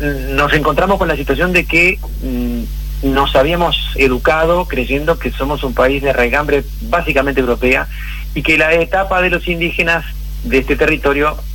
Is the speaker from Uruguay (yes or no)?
yes; Uruguay; nuestra identidad cultural como uruguayos.